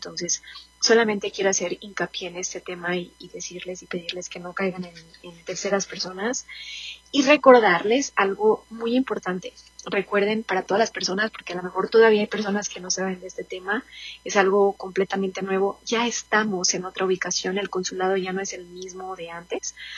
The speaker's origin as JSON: {"language": "Spanish", "country": "Mexico", "moved": "yes", "lives_now": "Denver, United States", "said": "digno para nosotros como mexicanos"}